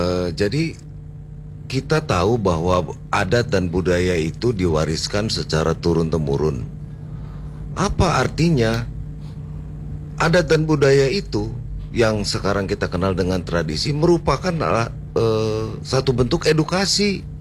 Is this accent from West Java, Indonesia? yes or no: yes; West Java, Indonesia; Misal kami sebagai orang Sunda seharusnya punya keterikatan, misal menggunakan bahasa Sunda lah di rumah mah gitu.